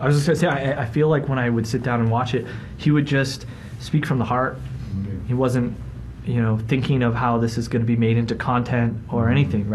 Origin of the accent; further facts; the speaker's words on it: Toronto, Ontario, Canada; not only is it my hometown